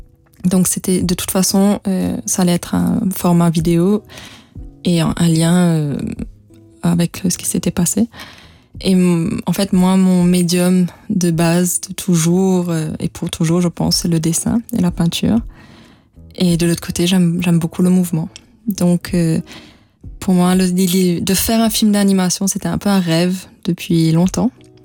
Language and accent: French; Tamarin, Black River, Mauritius; Et je suis née à Maurice et en fait au moment de commencer l'école vraiment, mes parents ont pris la décision de venir habiter à Maurice avec la chance en fait d'habiter à Tamarin sur la côte ouest